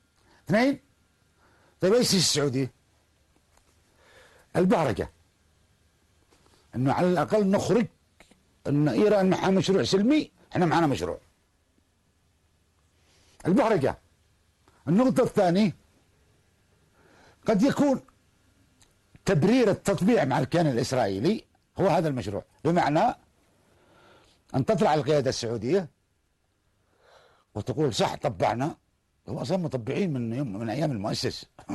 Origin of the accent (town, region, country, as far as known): Yemen